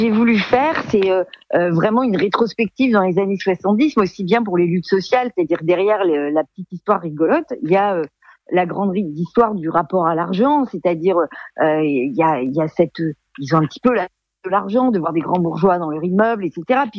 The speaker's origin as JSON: {"language": "French", "town": "Alençon", "region": "Normandy", "country": "France", "tie": "born there", "said": "je suis née dans l'Orne à Alençon."}